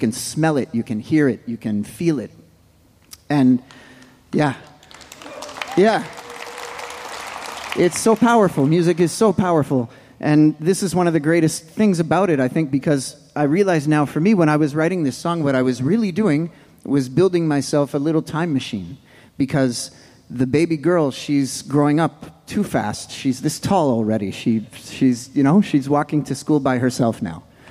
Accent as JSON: {"language": "English", "country": "Canada", "said": "We're from Canada."}